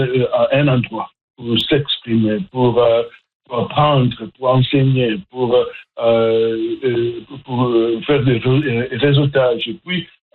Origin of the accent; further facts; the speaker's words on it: Atlantic Canada, Canada; comme vous le savez, moi, je suis de l'Atlantique.